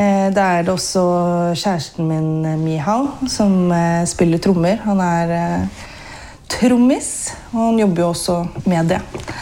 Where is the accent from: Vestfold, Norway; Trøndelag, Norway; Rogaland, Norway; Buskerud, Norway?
Buskerud, Norway; Geilo; Ja, jeg kommer fra Hallingdal, da. Jeg kommer fra Geilo, men det hører man ikke så godt heller. Men oppvokst på Geilo, men familien er fra Vestlandet, da.